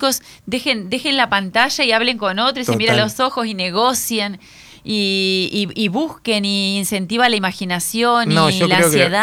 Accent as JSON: {"language": "Spanish", "country": "Argentina"}